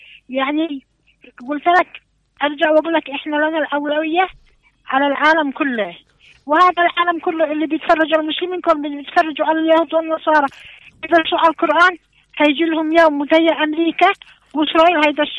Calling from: Sanaa, Amanat Al Asimah, Yemen; من صنعاء القديمة

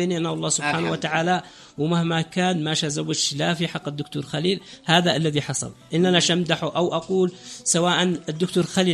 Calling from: Raymah, Yemen; انا من ريما

